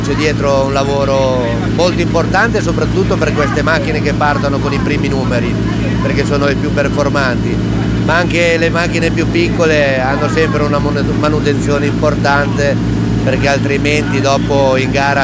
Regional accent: Voghera, Lombardy, Italy; io sono di Voghera, della provincia di Pavia

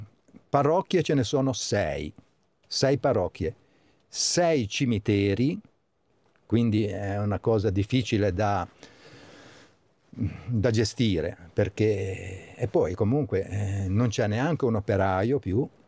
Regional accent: Vobbia, Liguria, Italy; sono nato a Vobbia 73 anni fa, ho sempre vissuto a Vobbia.

